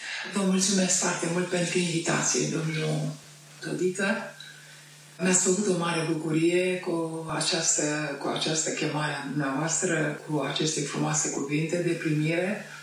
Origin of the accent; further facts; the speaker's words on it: Romania; moved away as an adult; now in Germany; Din România am plecat într-un turneu.